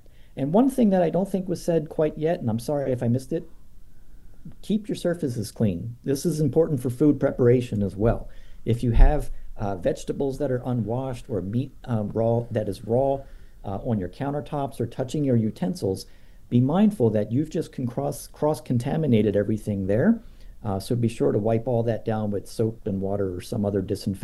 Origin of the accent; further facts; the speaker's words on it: United States; we as American citizens